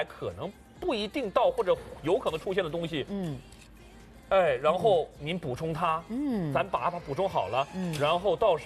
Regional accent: China; 我们中国人也有这样的呀

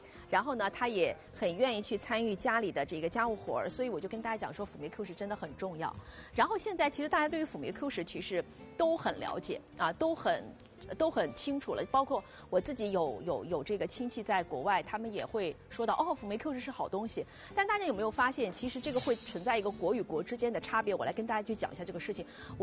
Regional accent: Jiangxi, China; 我不是上海人，我是江西人

